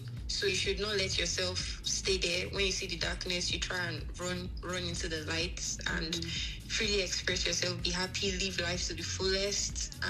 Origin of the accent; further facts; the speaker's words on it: Lagos, Nigeria; Yeah, growing up in Nigeria, in Lagos, is very much like you have to be there.